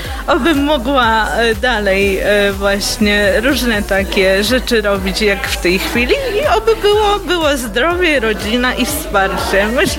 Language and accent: Polish; Ostróda, Warmian-Masurian Voivodeship, Poland; jestem z Ostródy.